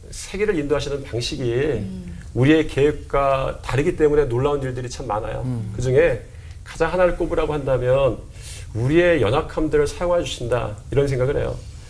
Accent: Seoul, South Korea; accent: Seoul; 제가 지금 서울말씨 쓰죠?

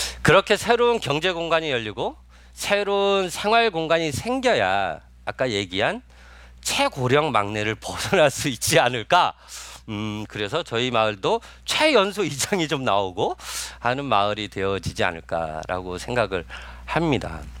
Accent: Jeju, South Korea; born or raised there

